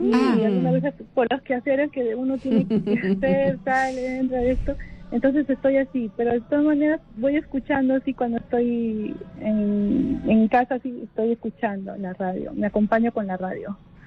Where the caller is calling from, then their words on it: Trujillo, La Libertad, Peru; soy de Trujillo.